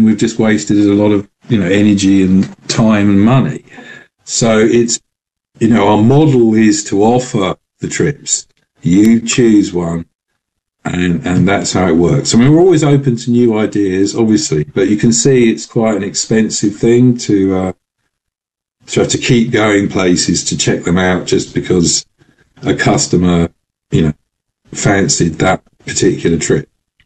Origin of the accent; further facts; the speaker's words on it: London, United Kingdom; as a Londoner, you know, I'm fascinated by, at that point, the biggest city in Europe